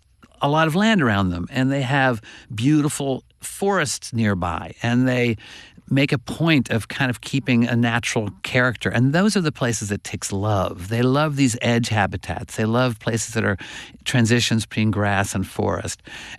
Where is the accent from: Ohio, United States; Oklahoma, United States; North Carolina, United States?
Oklahoma, United States; when I was growing up, I grew up in Oklahoma